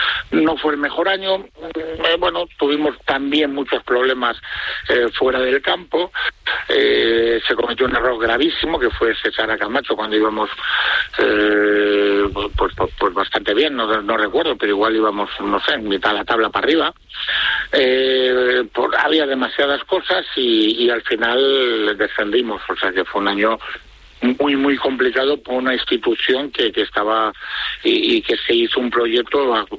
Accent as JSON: {"language": "Spanish", "town": "Valladolid", "region": "Castile and León", "country": "Spain", "said": "yo soy pucelano blanquivioleta de Valladolid, moriré siendo así"}